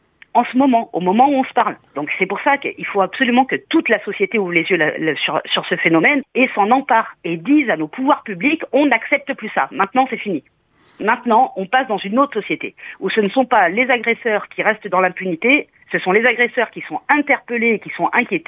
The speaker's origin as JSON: {"language": "French", "town": "Ajaccio", "region": "Corsica", "country": "France", "said": "Alors c'est vrai que pour l'instant, nous, on est tous des Ajacciens, ou sur le secteur d'Ajaccio, vous voyez, de la CAPA ou du secteur."}